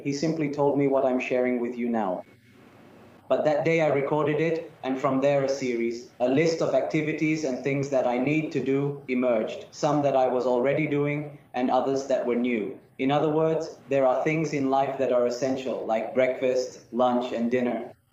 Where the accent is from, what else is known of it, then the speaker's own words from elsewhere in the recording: Colombia; I'm from Colombia. I work in a very beautiful diocese called the Diocese of Uga, known for a sanctuary called the Lord of Miracles.